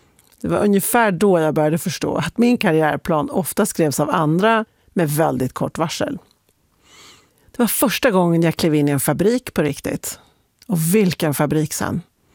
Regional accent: Sweden; moved away as an adult; also born or lived in Berlin, Germany; Jag var svensk, under 30, utan industriell erfarenhet och kvinna.

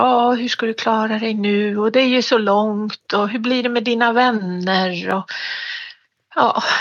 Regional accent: Jämtland County, Sweden; moved away as an adult; also born or lived in Stockholm; Ja, jag är uppvuxen här i Jämtland så att det kändes gott att komma hem igen.

